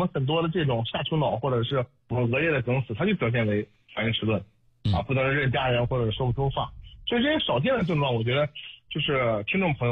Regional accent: Xuzhou, Jiangsu, China; accent: Xuzhou dialect; 我们徐州话叫打磕

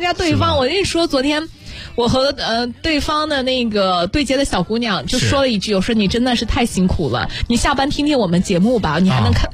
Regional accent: Xuzhou, Jiangsu, China; 就跟咱们徐州人喝啥汤一样，

